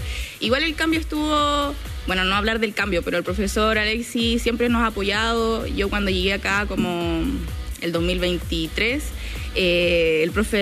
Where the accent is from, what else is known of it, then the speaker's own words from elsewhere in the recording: Valdivia, Los Ríos, Chile; moved away; yo soy de Valdivia, donde el nivel es mucho más bajo.